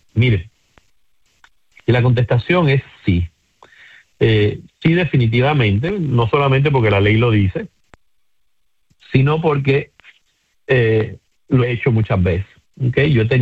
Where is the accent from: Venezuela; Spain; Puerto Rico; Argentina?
Puerto Rico; Yo soy del área de Coupé